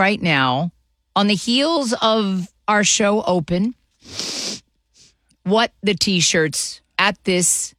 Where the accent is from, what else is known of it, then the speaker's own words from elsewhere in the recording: Kendall, Florida, United States; I'm from Kendall, by the way.